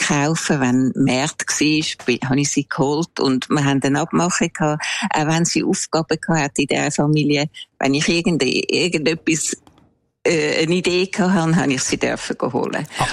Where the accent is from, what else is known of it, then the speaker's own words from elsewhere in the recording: Switzerland; moved away; beim ersten habe ich so ein bisschen meine Jugend in der Schweiz beschrieben.